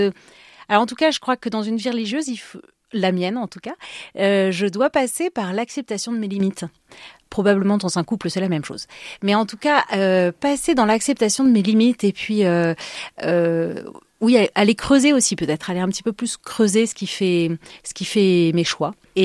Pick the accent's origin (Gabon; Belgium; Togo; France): France; Marseille, Provence-Alpes-Côte d'Azur; moved away as an adult; also born or lived in Paris; now in Bethlehem, Palestine; Après avoir grandi à Marseille, j'ai été prof à Paris